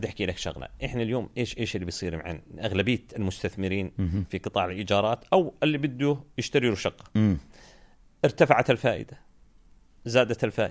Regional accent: Jordan

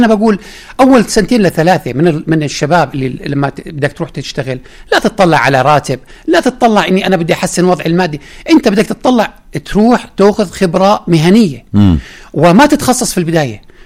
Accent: Jordan; الانطباع العام عندنا كأردنيين

